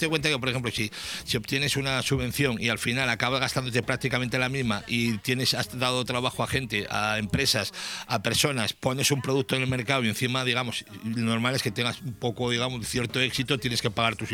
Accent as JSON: {"language": "Spanish", "town": "Tafalla", "region": "Navarre", "country": "Spain", "said": "yo soy de Tafalla, muy orgulloso."}